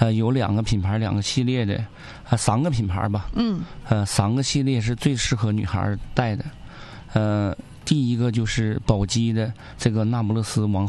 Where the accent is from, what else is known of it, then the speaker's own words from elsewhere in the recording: Northeast China, China; 用咱们东北话